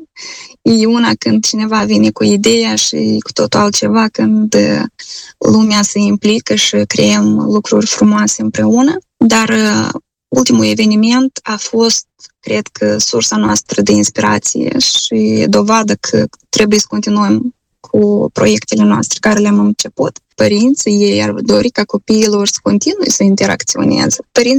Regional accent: Moldova; now in Edmonton, Canada; Sunt moldoveni de-a noștri care au înscris copiii la școala respectivă, dar noi, comunitatea noastră, este relativ nouă

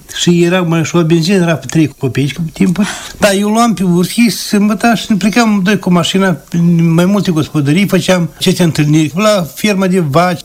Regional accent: Moldova; Eram populat în Moldova aici de peste prut

